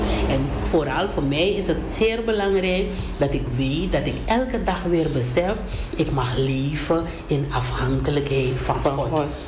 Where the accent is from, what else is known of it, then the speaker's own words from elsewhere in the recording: Paramaribo, Suriname; born there; ik heb als kind gezeten op de Op een EBG-school. EBG-school, dat is HPG Latour School 1. Mm-hmm. Aan de Sapakara-straat, dat is mijn basisschool geweest.